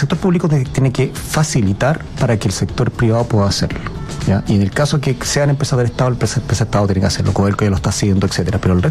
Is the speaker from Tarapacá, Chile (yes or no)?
yes; Iquique, Tarapacá, Chile